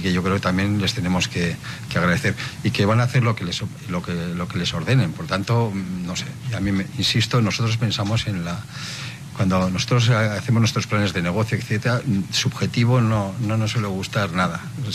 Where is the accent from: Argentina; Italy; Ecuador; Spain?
Spain; Basque Country; moved away; Yo soy vasco